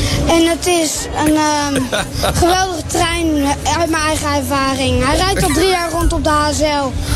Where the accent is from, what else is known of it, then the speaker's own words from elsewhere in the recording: Bodegraven, South Holland, Netherlands; Uit Bodegraven.